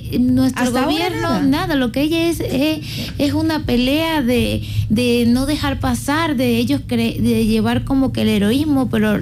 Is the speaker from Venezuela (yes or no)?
yes; Anzoátegui, Venezuela; Nosotros somos de Anzoátegui y pues la capital está 6 horas de allá